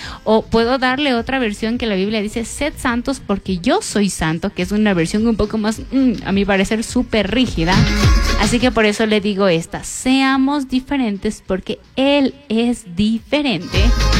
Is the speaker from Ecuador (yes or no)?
yes; Ecuador; así somos los ecuatorianos